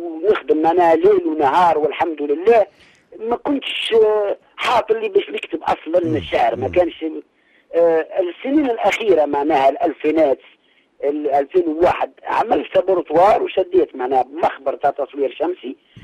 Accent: Tozeur Governorate, Tunisia; born there; نمدح جريد العز عز الغاية على حبة ثرى جنوبية حياة أهلي وناسي ومدحت أرض جدود مسقط راسي

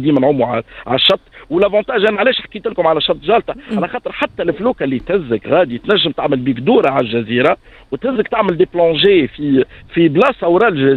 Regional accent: Tunisia; احنا كتوانسه

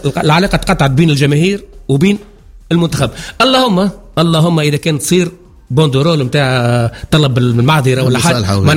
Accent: Sfax, Sfax Governorate, Tunisia; انا كنت الوحيد من صفاقس

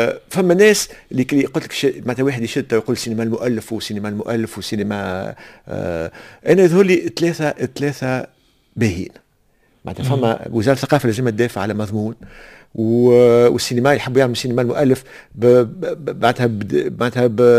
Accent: Tunisia

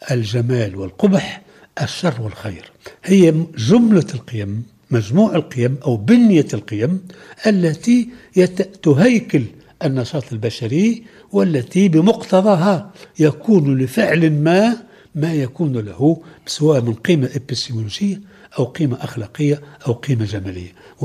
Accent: Tunisia; أنا أول تونسية

